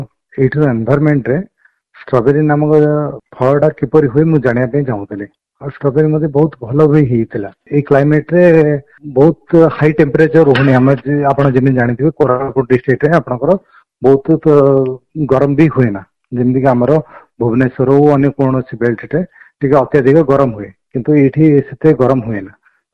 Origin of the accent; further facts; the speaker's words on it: Jeypore, Odisha, India; ମୁଁ ଜୟପୁର ବାସିନ୍ଦା।